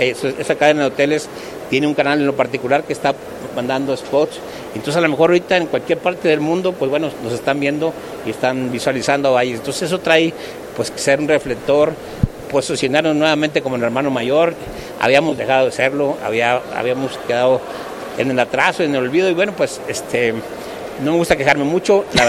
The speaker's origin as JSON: {"language": "Spanish", "town": "Tampamolón Corona", "region": "San Luis Potosí", "country": "Mexico", "tie": "born or raised there", "said": "La verdad es que yo soy huasteco de nacimiento, soy originario de Tampamolón Corona, de hecho la alcalde de Tampamolón, la alcaldesa es prima hermana mía"}